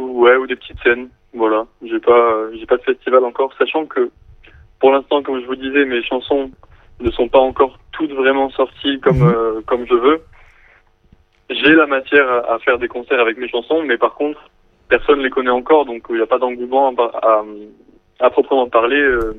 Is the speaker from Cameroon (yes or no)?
no; Toulouse, Occitanie, France; je suis toulousain. Oui. Mais j'ai vraiment fait le tour de la ville depuis des années que j'y vis.